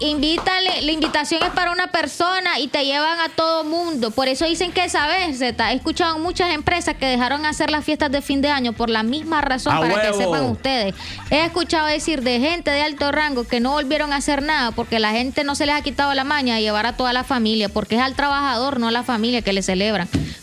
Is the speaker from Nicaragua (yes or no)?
yes; Nicaragua; pero nosotros como nicaragüenses da vergüenza que vas a España y venís hablando como español.